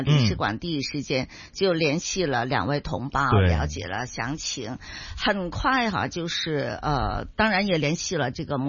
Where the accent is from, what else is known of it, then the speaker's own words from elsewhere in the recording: China; 我们中国人在海外的时候